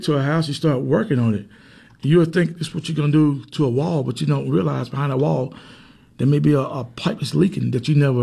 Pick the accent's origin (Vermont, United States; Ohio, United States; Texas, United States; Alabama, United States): Alabama, United States; Anson; And we got people right here that was born and raised, like myself, born and raised in Anson, Alabama, who can do the job.